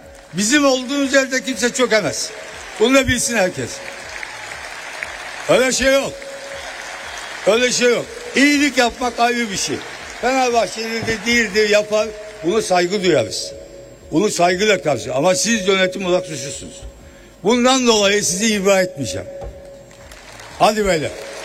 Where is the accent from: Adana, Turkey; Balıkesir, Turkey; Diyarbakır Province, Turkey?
Diyarbakır Province, Turkey; born there; Ben Diyarbakır ve Erkan Ali kasasında doğdum.